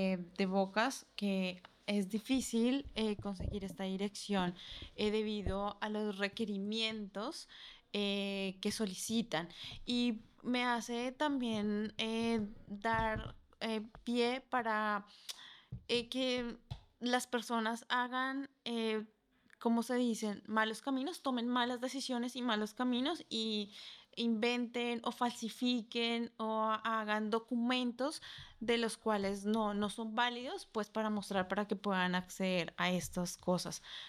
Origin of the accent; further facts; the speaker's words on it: Colombia; now in France; Soy de Colombia.